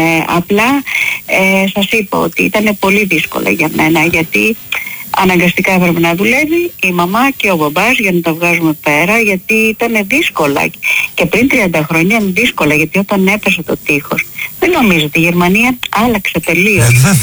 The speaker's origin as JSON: {"language": "Greek", "country": "Greece", "said": "Σας ακούω και συγκινούμε πάρα πολύ την πατρίδα μου, την Ελλάδα."}